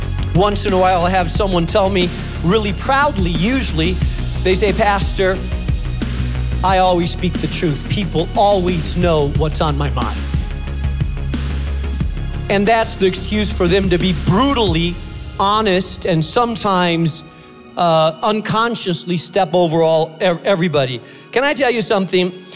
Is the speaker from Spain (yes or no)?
yes; Spain; now in United States; And so I grew up in Spain. Everywhere outside of my house, I spoke Spanish, Castilian Spanish. In my house, I spoke English because my house, my parents were Americans